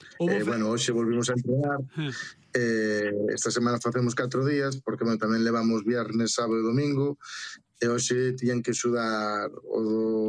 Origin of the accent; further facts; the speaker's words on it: A Coruña, Galicia, Spain; A verdad que os que somos da Coruña e do Deportivo, pois, pues, increíble.